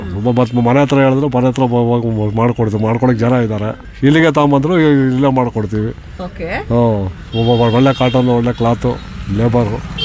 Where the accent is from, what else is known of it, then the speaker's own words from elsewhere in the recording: Shivamogga, Karnataka, India; ಹುಟ್ಟಿ ಬೆಳೆದಿದ್ದಲ್ಲ ಶಿವಮೊಗ್ಗನೇ. ಹುಟ್ಟಿ ಬೆಳೆದಿದ್ದಲ್ಲ.